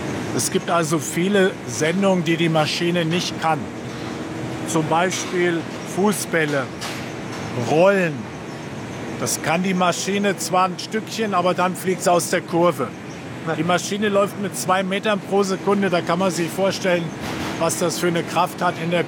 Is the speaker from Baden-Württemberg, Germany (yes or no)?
no; Eschwege, Hesse, Germany; moved away as an adult; also born or lived in Frankfurt; now in Central Hesse, Germany; Ich bin gekommen in 1981. Ich komme eigentlich aus Nordhessen, aus Eschwege, ist eine schöne Fachwerkstatt und da bin ich groß geworden.